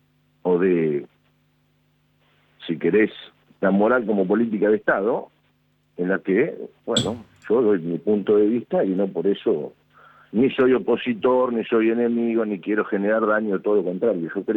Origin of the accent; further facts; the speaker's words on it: Formosa, Argentina; Bueno, imaginá que yo vengo de Formosa. Mm. El padecimiento de la falta de institucionalidad lo padecen 600.000 formoseños.